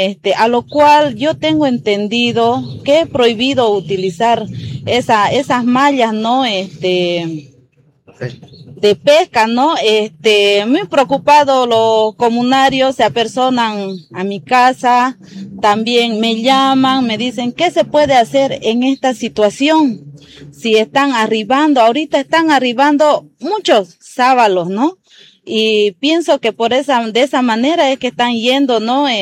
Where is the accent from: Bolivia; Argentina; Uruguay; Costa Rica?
Bolivia; Puente Viejo